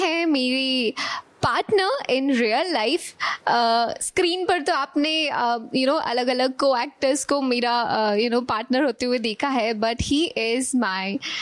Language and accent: Hindi; Susner, Madhya Pradesh, India; और मैं उज्जैन के नियर बाय उज्जैन संभाग में आगर जिला से हूँ. सुसनेर हमारी प्लेस का नाम है